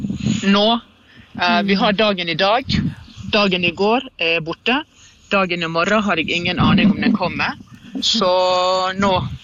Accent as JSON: {"language": "Norwegian", "town": "Sandane", "region": "Vestland", "country": "Norway", "tie": "born or raised there", "moved": "yes", "lives_now": "Oslo, Norway", "said": "skal avslutte turen på Sandane, ja. Som er heimstaden, eller den ikke. Det var der jeg vokste opp, men nå bor jeg jo i Oslo."}